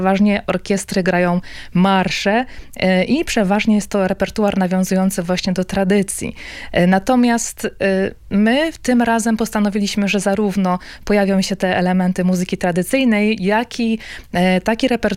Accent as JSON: {"language": "Polish", "region": "Silesian Voivodeship", "country": "Poland", "said": "a teraz ta funkcja delikatnie u nas na Górnym Śląsku zanika"}